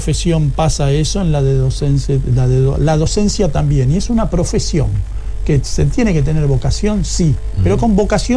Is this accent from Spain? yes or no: no; Argentina